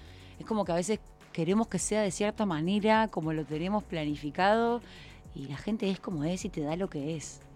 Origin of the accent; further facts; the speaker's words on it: Uruguay; now in Mexico; soy uruguaya.